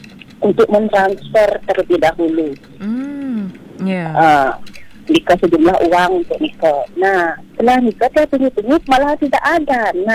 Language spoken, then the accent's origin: Indonesian; Gianyar, Bali, Indonesia; Nah, kebetulan kita dari Gianyar.